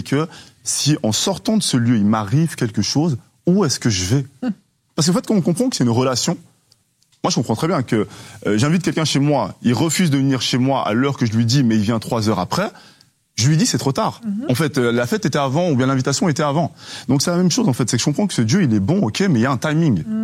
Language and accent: French; Switzerland; Donc, une fois, je viens de la Suisse, un pays que j'aime énormément